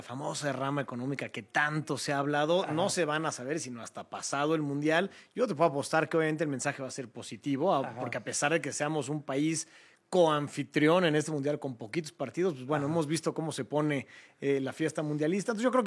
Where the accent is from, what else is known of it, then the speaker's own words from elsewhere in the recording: Mexico; somos a todo dar los mexicanos